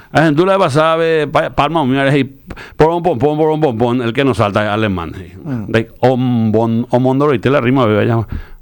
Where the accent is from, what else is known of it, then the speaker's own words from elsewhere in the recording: Paraguay; la grandeza que nos caracteriza como paraguayos